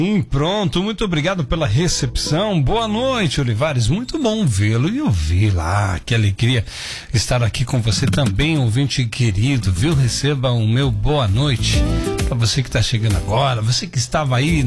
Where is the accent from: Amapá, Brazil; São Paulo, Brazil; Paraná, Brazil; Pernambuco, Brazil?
Paraná, Brazil; Curitiba; Eu que vim de Curitiba, que tava acostumado com aquele frio, mas na verdade a gente nunca se acostuma, né?